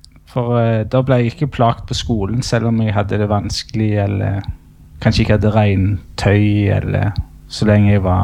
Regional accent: Sandnes, Rogaland, Norway; Ja, ja, det er jo, når jeg kom, jeg er jo fra Sandnes, og jeg ble vel født inn i det.

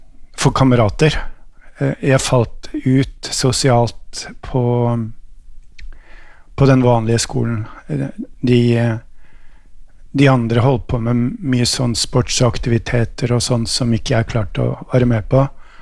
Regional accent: Eggedal, Buskerud, Norway; Jeg vokste opp i Eggedal i Buskerud, der oppe ved Norefjell. En typisk fjellbygd. Og jeg gikk på skole der.

